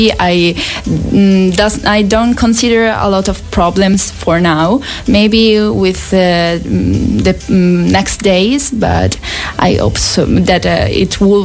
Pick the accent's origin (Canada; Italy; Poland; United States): Italy; moved away as an adult; now in Dubrovnik, Croatia; I'm from Italy